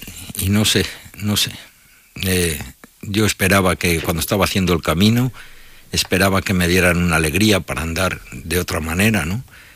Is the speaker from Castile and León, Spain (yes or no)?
yes; Palencia, Castile and León, Spain; somos gente de Palencia, hemos trabajado en Palencia, hemos cotizado en Palencia, nuestros hijos viven en Palencia.